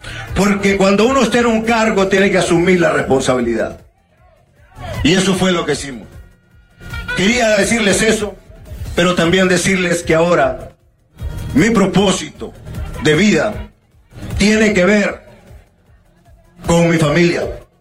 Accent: Honduras; en Honduras todos nos conocemos

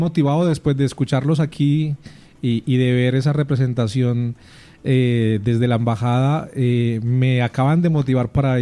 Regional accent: Colombia

